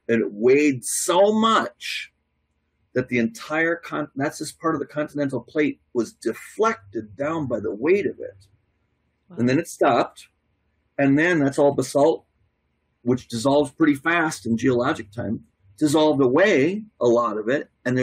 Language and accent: English; Minnesota, United States; moved away; Where I'm from, Minnesota, it's just like, you know, Arctic.